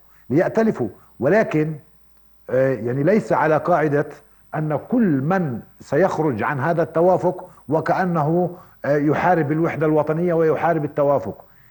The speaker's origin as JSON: {"language": "Arabic", "country": "Palestine"}